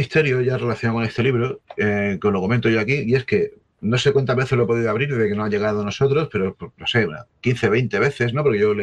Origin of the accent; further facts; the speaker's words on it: Barcelona, Catalonia, Spain; yo soy de Barcelona, ¿no? Y realmente aquí en Barcelona, en Cataluña